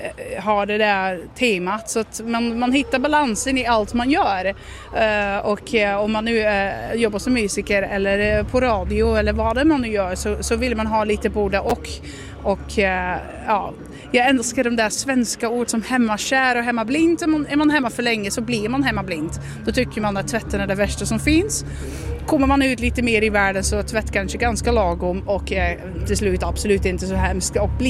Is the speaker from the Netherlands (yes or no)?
yes; Netherlands; Swedish is a second language; now in Sweden; jag är också från Nederländerna.